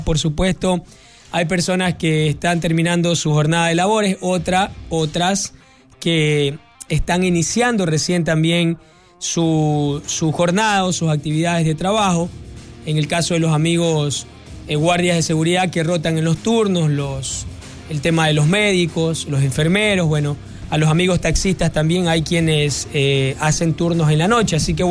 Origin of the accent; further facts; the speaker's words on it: Ecuador; a nuestro país, a Ecuador